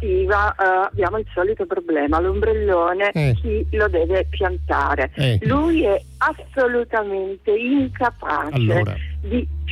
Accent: Apulia, Italy; now in Bari, Italy; io sono pugliese

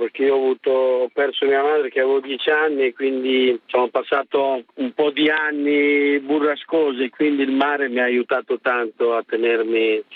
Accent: Rimini, Emilia-Romagna, Italy; Sì, sono nato nel mare, da buon riminese. Avevamo un piccolo albergo vicino al mare

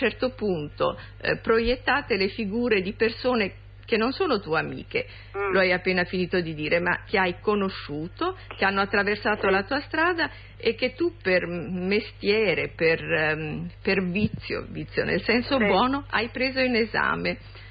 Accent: Southern Italy, Italy; Io sono terrona, per esempio, e non lo rinnego.

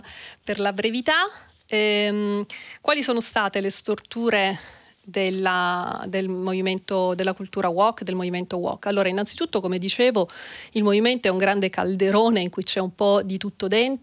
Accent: Sicily, Italy; moved away as an adult; now in Germany; sono siciliana, vivo in Germania

